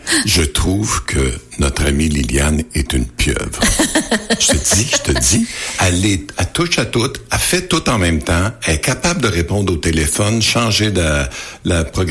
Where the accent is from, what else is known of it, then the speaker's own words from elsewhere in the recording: Rimouski, Quebec, Canada; Mais j'ai grandi à Rimouski, je suis un gars du coin, là.